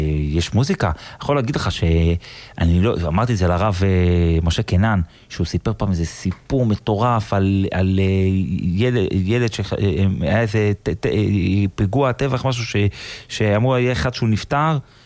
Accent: Bat Yam, Tel Aviv District, Israel; אני גדלתי בבת ים, בשליחות

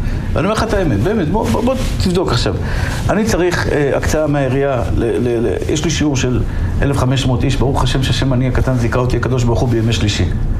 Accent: Tel Aviv, Tel Aviv District, Israel; also born or lived in Bnei Brak; אני גדלתי בשכונת התקווה. בשכונת התקווה לא היה תלמוד תורה, לכן שלחו אותי לבני ברק.

